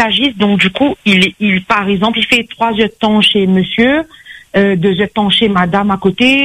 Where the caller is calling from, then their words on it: Saint-Leu, Réunion; on est de Saint-Leu